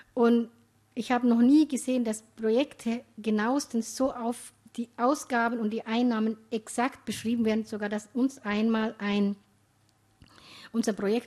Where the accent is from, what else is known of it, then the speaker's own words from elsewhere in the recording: Somalia; Ich komme aus Somalia, aber ich kann in Somalia nicht arbeiten wegen den vielen Anschlägen und den vielen Problemen